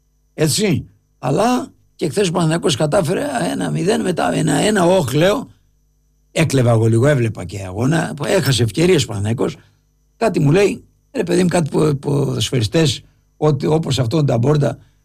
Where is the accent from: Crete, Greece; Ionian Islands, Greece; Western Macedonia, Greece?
Ionian Islands, Greece; Lefkada; now in Agioi Anargyroi, Greece; μένω στους Αγίους από τότε που ήρθα από το χωριό, από τη Λευκάδα, από τα μέρη μας.